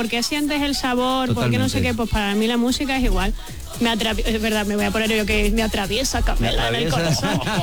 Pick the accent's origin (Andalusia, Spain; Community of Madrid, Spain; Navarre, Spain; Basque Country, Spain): Andalusia, Spain; Cabra; Creo que fue como un concierto que hacían en mi pueblo, que fue un pueblo del interior de Córdoba